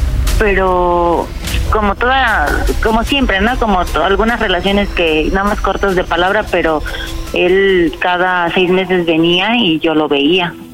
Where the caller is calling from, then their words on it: Guerrero, Mexico; Tengo 37 años y hablo de el estado de Guerrero.